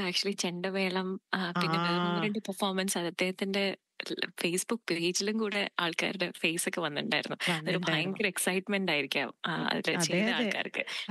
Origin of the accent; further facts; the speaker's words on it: Thiruvananthapuram, Kerala, India; moved away as an adult; also born or lived in New Zealand; now in Melbourne, Australia; ഞാൻ തിരുവനന്തപുരത്ത് ജനിച്ച് വളർന്ന ആളാണ്. ലൈഫില് നാട്ടില് തിരുവനന്തപുരത്ത് തന്നെയായിരുന്നു ഫുള്ള്. പിന്നെ അതിനുശേഷം ന്യൂസിലൻഡിലായിരുന്നു കുറേ നാള് വർഷങ്ങൾ, ഒരു 6-13 years, 13-14 years ന്യൂസിലൻഡിലായിരുന്നു. പിന്നെ ഇപ്പം മെൽബേണിലേക്ക്